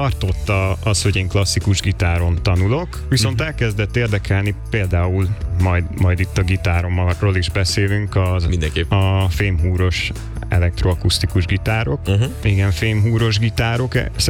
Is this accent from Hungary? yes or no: yes; Debrecen, Hajdú-Bihar, Hungary; az 5 emberből 4-en debreceniek vagyunk.